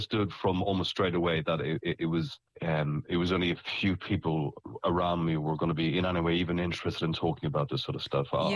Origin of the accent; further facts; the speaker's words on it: Ireland; So obviously I was brought up in Ireland, very Catholic then. It's changed an awful lot since.